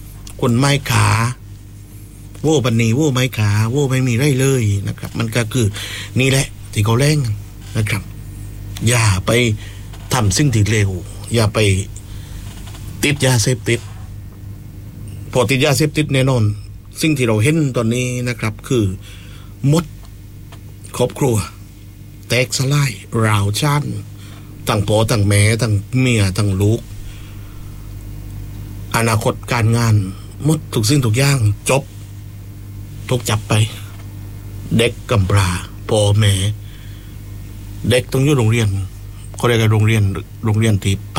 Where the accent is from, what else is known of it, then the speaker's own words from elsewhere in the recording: Southern Thailand, Thailand; สำหรับเราภาคใต้คนใต้ที่ไม่ลืมความเป็นคนใต้ของเรานะครับ